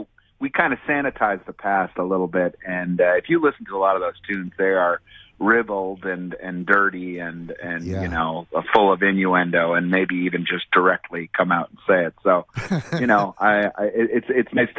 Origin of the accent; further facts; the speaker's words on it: United States; because I'm an American.